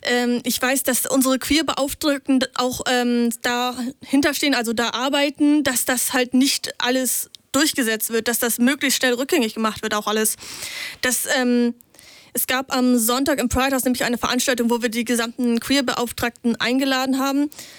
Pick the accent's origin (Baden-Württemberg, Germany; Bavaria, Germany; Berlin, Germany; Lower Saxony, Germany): Lower Saxony, Germany; Nee, ich komme tatsächlich aus Niedersachsen.